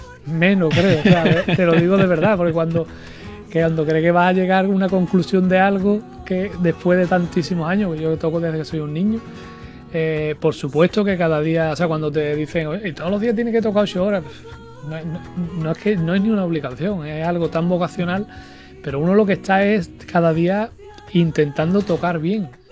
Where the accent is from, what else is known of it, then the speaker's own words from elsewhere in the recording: Huelva, Andalusia, Spain; yo soy de Huelva